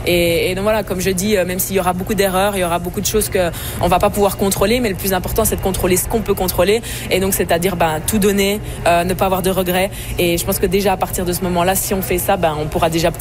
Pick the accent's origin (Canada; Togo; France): Canada; Montreal, Quebec; On est très fière du Canada. Je pense que le fait que ce soit à Toronto, puis d'être une Montréalaise et venir ici, tu sais